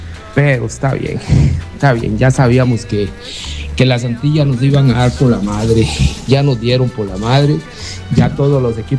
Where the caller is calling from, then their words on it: Costa Rica